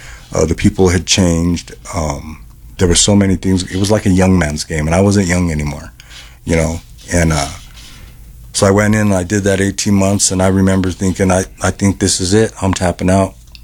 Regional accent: Denver, Colorado, United States; I was chronically homeless on the streets of Denver, my hometown, from 2013, 2014 to 2018

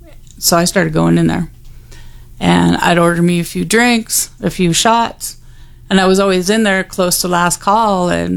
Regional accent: Colorado, United States; born there; also born or lived in Wisconsin; we moved from Wisconsin to Colorado.

